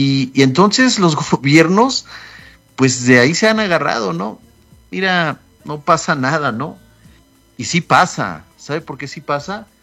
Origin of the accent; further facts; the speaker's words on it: Mexico; nosotros como mexicanos